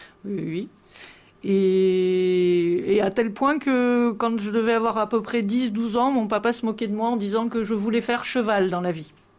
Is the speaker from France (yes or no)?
yes; Gramat, Occitanie, France; moi, je suis originaire du Lot, donc un petit coin à côté de Gramma. J'avais mes grands-parents vers le Bastille, donc sur le Causse. Et j'ai vécu là-bas avec mes parents pendant pas mal de temps.